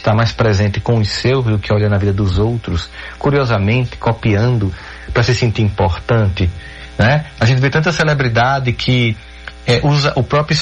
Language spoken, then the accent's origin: Portuguese; Paraíba, Brazil; mas eu fazia de Campina Grande, porque eu sou paraibano.